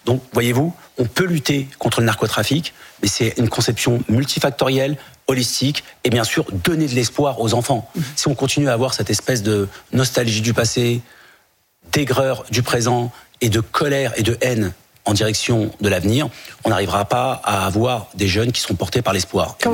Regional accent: France; je suis pas du tout issu de l'immigration. Ce sont nos parents, nous on est français, bien français et fiers d'être français.

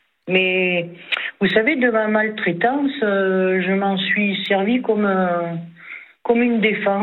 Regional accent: Bourgogne-Franche-Comté, France; born there; moved away; also born or lived in Marseille; je suis née en Saône-et-Loire, moi.

